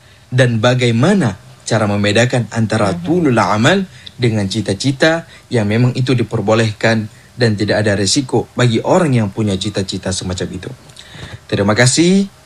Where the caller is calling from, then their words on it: Banda Aceh, Aceh, Indonesia; Saya berasal dari kota Banda Aceh.